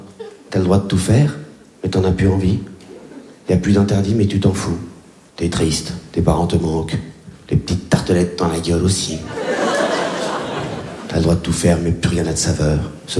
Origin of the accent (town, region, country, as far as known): Réunion, France; born or raised there